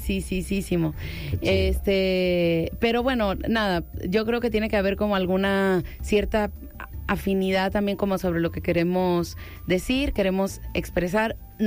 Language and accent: Spanish; Cuba; born there; Como les conté, yo nací en Cuba, toda mi familia es cubana, en Cuba se acostumbra a inventar nombres